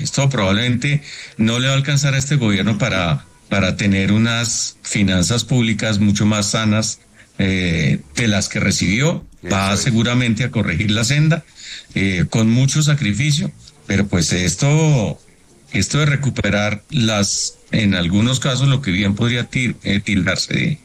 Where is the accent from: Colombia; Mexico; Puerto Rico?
Colombia; somos todos los colombianos